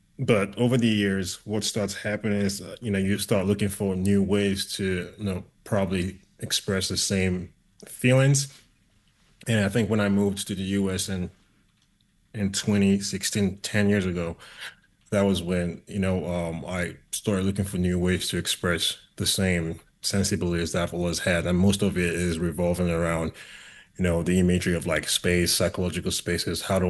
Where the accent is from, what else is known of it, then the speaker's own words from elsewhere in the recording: Nigeria; now in United States; my immigration from Nigeria to the US